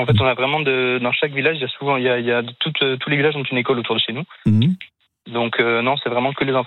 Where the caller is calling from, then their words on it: Bordeaux, Nouvelle-Aquitaine, France; De Bordeaux.